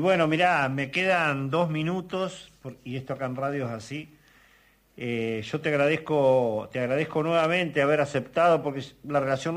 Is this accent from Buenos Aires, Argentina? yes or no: no; Concepción del Uruguay, Entre Ríos, Argentina; also born or lived in Colón; Si bien yo soy de acá de Concepción, nací en Colón, pero estuve 2 meses, soy de Concepción también.